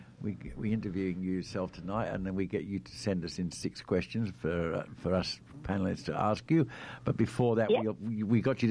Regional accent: Western Australia, Australia; also born or lived in Darwin; owner of Pimp My Pony. I was born in Darwin, but have lived in Western Australia for most of my life.

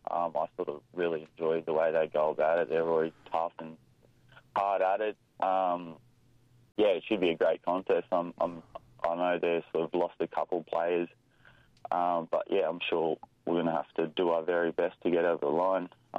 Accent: Darwin, Northern Territory, Australia; moved away as an adult; now in Perth, Australia; I'm from Darwin originally, so I've played NTFL all my junior footy.

